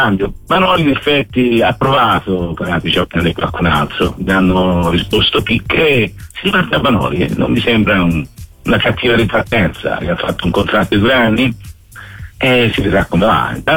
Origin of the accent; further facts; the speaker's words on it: Florence, Tuscany, Italy; now in Bari, Italy; Io sono fiorentino, ma sto da parecchi anni qua a Bari e continuo ad essere tifoso Viola